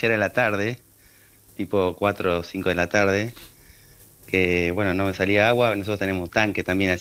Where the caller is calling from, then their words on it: Mar de Ostende, Buenos Aires, Argentina; Porque yo vivo en Mar de Ostende, zona de Mar de Ostende